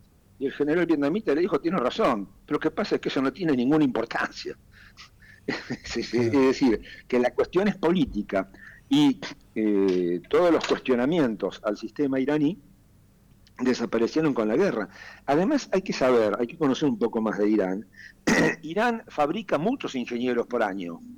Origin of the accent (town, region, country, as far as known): Argentina